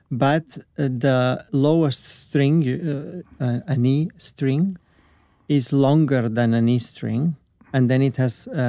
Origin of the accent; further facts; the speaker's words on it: Catalonia, Spain; English is a second language; I'm from Catalonia, yes.